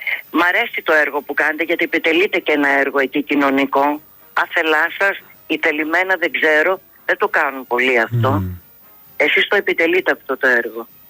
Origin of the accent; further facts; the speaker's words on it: Kefalonia, Ionian Islands, Greece; είμαι από την Κεφαλονιά, από το Ιόνιο.